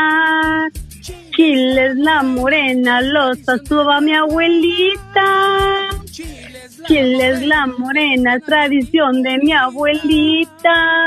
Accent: Michoacán, Mexico

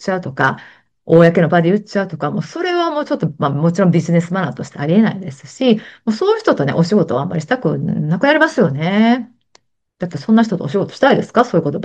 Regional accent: Kansai, Japan; accent: Kansai dialect; 私、この番組も結構関西弁をね、わーっと使って喋ってるんで、他のね、違う番組は関西弁出さないものもあったりするんですけど

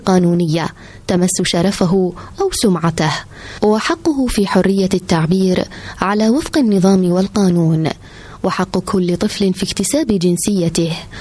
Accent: Iraq; في داخل بلدنا العراق.

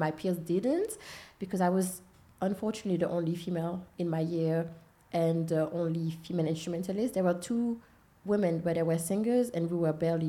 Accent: Senegal; Weirdly, I am Senegalese, like my parents were both born and raised in Senegal, but my mom is fully Malian.

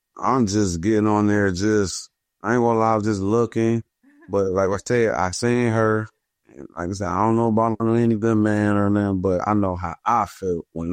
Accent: Youngstown, Ohio, United States; Youngstown, Ohio. That's where I'm from Ohio.

